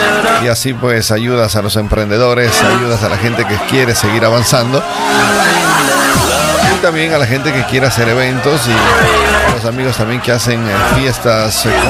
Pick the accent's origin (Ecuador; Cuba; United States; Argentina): Ecuador; now in Spain; yo realmente soy ecuatoriano, pero estaba apoyando a la selección española porque vivo acá.